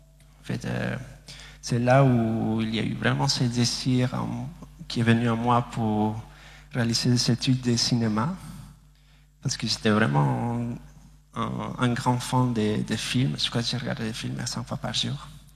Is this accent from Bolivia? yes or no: yes; Bolivia; French is a second language; now in France